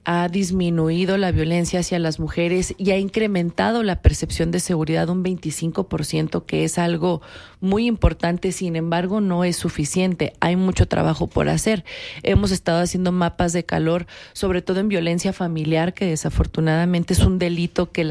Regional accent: Mexico; todos los mexicanos hoy debemos de defender nuestra soberanía

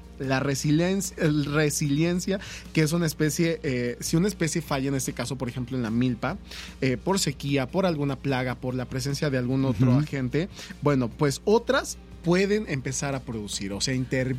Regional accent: Mexico; como mexicanos, porque todos somos hijos del maíz.

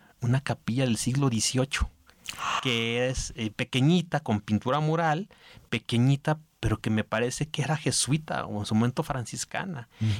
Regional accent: Zacatecas, Mexico; De la ciudad de Zacatecas.

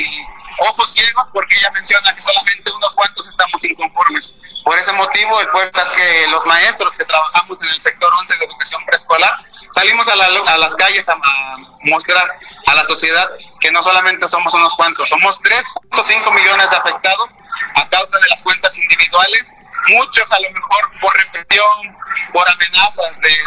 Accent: Mexico

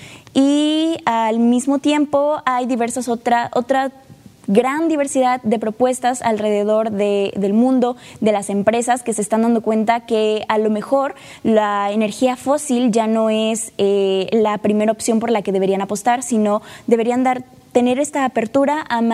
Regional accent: Tantoyuca, Veracruz, Mexico; Wow, pues Tantoyuca, mi pueblo, es muy diferente a la ciudad.

